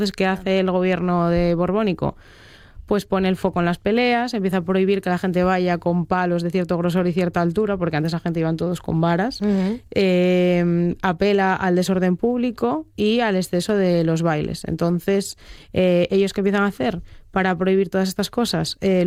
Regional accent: Asturias, Spain; aunque esté metida como muchos asturianos y asturianas en procesos de oposición ahora a finales de curso

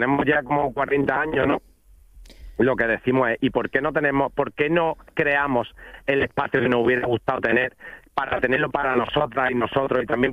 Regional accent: Andalusia, Spain; also born or lived in Seville; yo soy el único andaluz de la asociación Romería Queer

